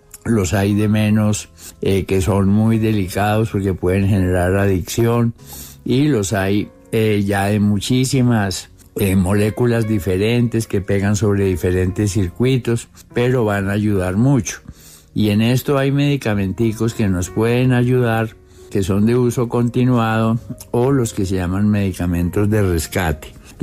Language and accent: Spanish; Colombia; Ahora nos necesitamos, somos humanos, somos hermanos, todos somos colombianos en este momento.